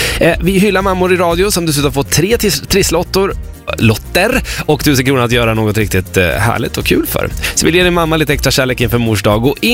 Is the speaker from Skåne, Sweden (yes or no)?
no; Gävleborg County, Sweden; Jag kommer från Hälsingland, så då, där var det mycket styrdans under gymnastiken.